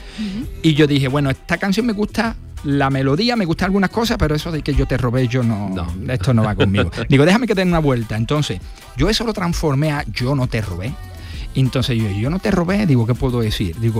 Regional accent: Andalusia, Spain; como buen andaluz con mucho arte, me tocó hablar a mí

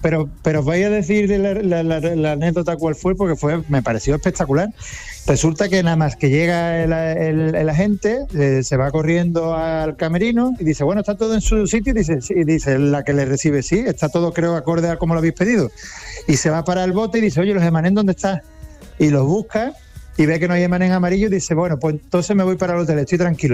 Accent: Seville, Andalusia, Spain; tenemos muchas ganas de, como sevillana, también tenerla en la Plaza de España.

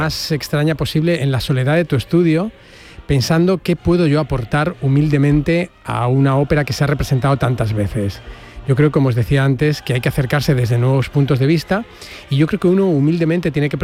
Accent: Region of Murcia, Spain; also born or lived in Barcelona; now in Seville, Spain; Sí, yo no soy catalán, yo soy murciano realmente. Y me fui a Barcelona a estudiar al Instituto del Teatro. Y luego lo que no sabéis es que yo vivo en Sevilla hace 10 años.

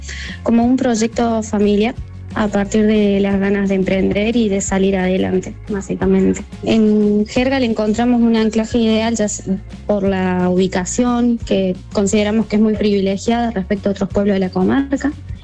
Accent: Argentina; Exacto, lo formamos, digamos, somos todos argentinos

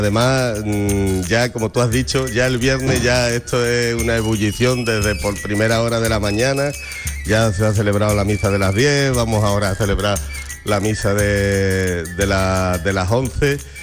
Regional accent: Rociana, Andalusia, Spain; Yo soy de Rociana, sí, sí.

